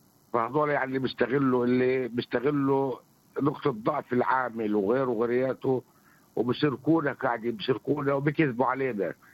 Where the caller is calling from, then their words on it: Tulkarm, West Bank, Palestine; مواطن من طول كرم